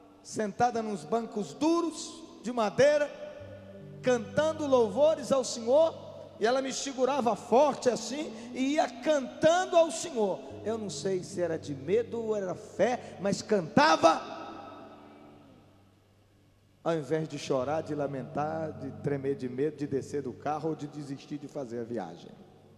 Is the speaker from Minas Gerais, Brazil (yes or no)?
yes; Cuparaque, Minas Gerais, Brazil; born there; Lá na minha cidade, a cidade onde eu nasci, Cuparaque, tem uma serra que no alto da serra tem quase 800 metros de altura, acima do nível do mar.